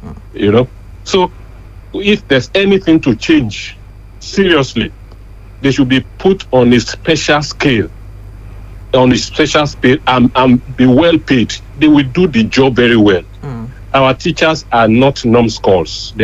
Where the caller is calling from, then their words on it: Akure, Ondo, Nigeria; I'm calling from Akure.